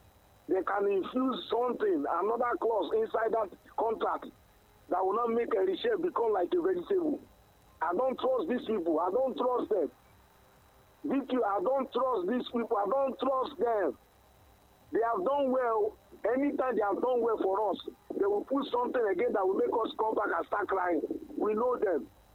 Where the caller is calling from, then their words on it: Asaba, Delta, Nigeria; I'm calling from Asaba.